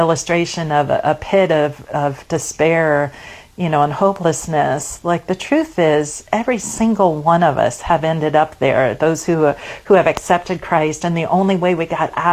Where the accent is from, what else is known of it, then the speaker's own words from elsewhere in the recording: Alaska, United States; moved away as an adult; also born or lived in Florida; I grew up here in Alaska. I was born and raised here in Alaska. But I had moved to Florida, where I met my husband.